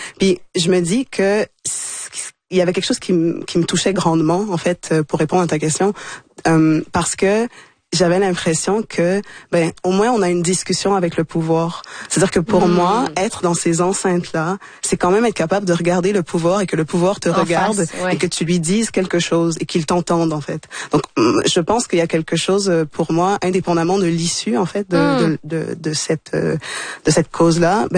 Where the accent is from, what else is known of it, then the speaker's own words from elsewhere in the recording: Port-au-Prince, Ouest, Haiti; born there; Non, c'est comme un peu classique, enfants d'immigrants. Moi, je suis née à Port-au-Prince. J'ai grandi ici.